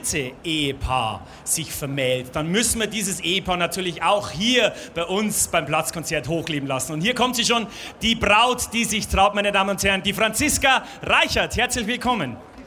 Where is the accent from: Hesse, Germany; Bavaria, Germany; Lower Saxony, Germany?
Bavaria, Germany; Straubing; Das war im 19. Jahrhundert der Parademarsch des 7. Bayerischen Kavallerieregiments, das in meiner Heimat in Straubing stationiert war.